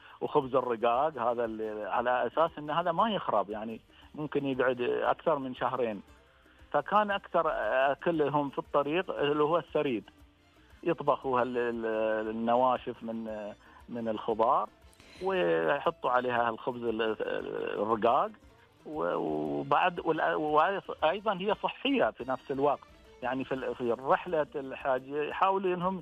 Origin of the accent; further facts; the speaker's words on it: Al-Ahsa, Eastern Province, Saudi Arabia; عندنا في الأحساء